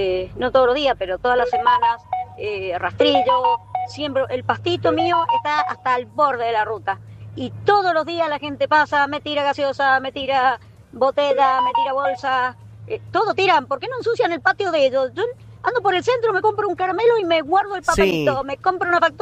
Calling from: Maipú, Mendoza, Argentina

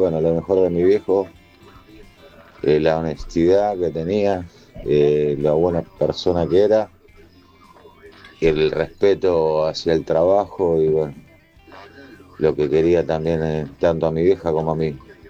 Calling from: Benavidez, Buenos Aires, Argentina; de Benavides, partido de Tigre.

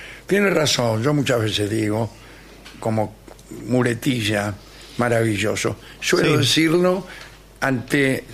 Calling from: Necochea, Buenos Aires Province, Argentina; hola, amigos … de Necochea.

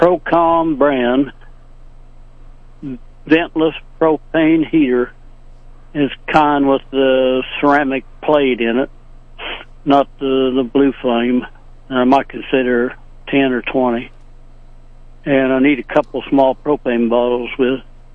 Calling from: Marceline, Missouri, United States; Marceline.

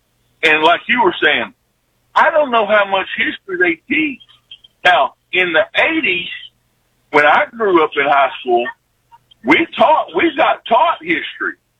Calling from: Texas, United States; I'm from Texas too, I live about 3.5 hours north of Eagle, straight north of Eagle.

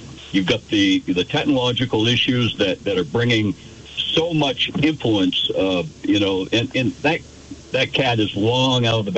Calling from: Waterbury, Vermont, United States; I'm listening to this from Waterbury

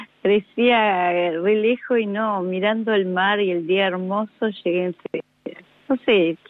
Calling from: Mar del Plata, Buenos Aires Province, Argentina; de Mar del Plata.

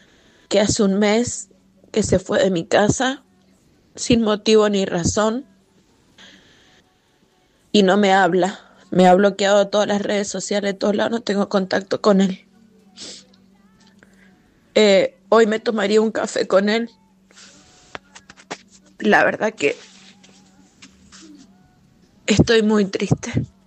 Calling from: Godoy Cruz, Mendoza, Argentina; de Goicruz.

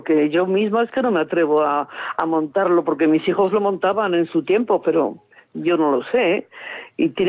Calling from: Benavente, Castile and León, Spain; vivo en Benavente.

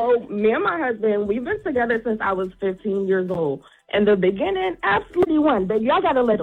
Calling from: Wilmington, Delaware, United States; I'm from Northside, Delaware, okay. Right off of Washington Street, 26th okay. and Washington.

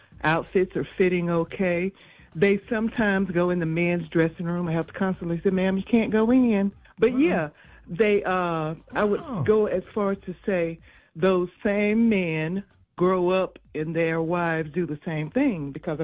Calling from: Stockbridge, Georgia, United States; calling from Stockbridge, Georgia.

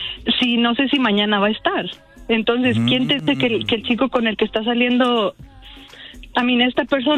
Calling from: Colorado, United States; yo vivo en Colorado

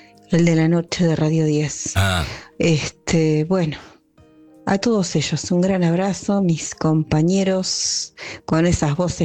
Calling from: Bahía Blanca, Buenos Aires Province, Argentina; de Bahía Blanca.

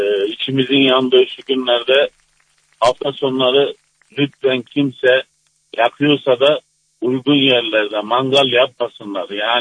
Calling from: Istanbul, Turkey; Arnavutköy'den arıyorum.

